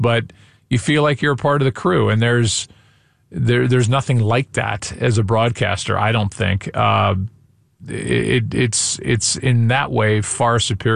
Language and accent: English; Missouri, United States; I'm going to be calling my hometown team in the World Series and my first World Series on network TV.